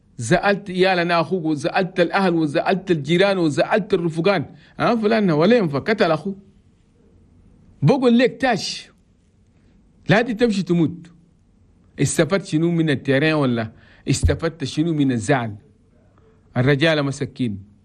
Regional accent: Chad; نطلب من كل اخواني تشاديا في 23 ولايه انا بلدنا تشاد بلد توماي

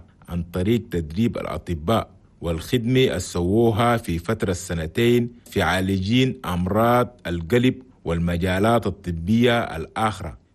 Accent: Chad; بلدنا تشاد

